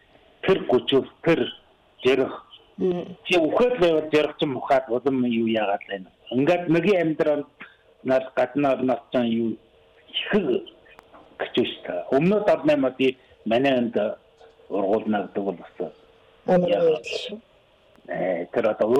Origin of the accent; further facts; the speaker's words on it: Inner Mongolia, China; Одоо манай нутаг одоо өвөр Монголд яваг байхгүй.